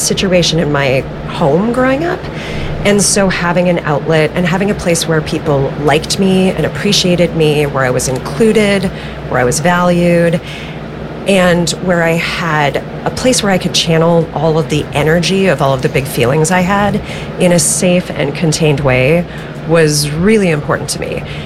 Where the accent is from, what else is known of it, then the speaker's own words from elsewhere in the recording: Minnesota, United States; I grew up in Minnesota, and I got involved in theater.